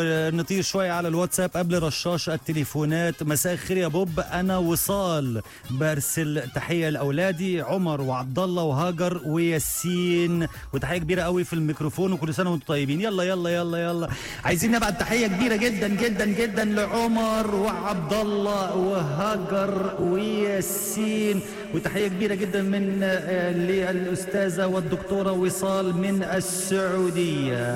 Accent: Upper Egypt, Egypt; تحية لأهل الصعيد اللي أنا بنتمي ليه.

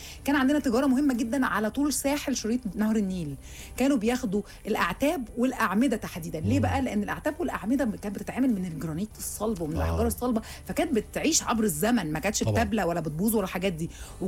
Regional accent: Egypt

